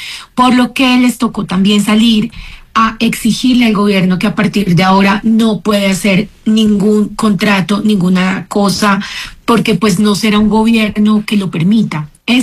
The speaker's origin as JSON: {"language": "Spanish", "country": "Colombia"}